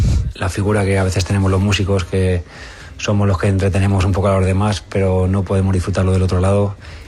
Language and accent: Spanish; Aranjuez, Community of Madrid, Spain; en Aranjuez, mi pueblo